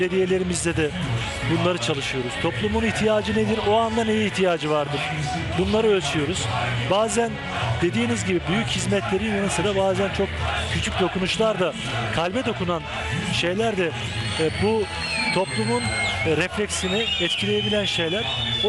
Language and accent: Turkish; Istanbul, Turkey; İstanbul'da da biz özellikle bir İstanbullu olarak